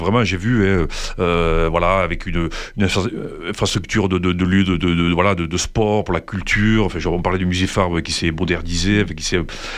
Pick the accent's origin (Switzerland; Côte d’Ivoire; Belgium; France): France; Occitanie; j'ai grandi à La Brossière, un petit village près d'Agnan, Gignac.